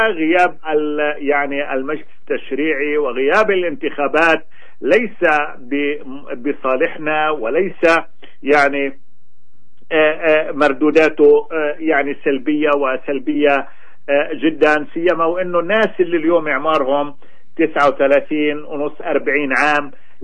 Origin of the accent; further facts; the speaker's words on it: Palestine; التي نعيشها نحن كفلسطينيين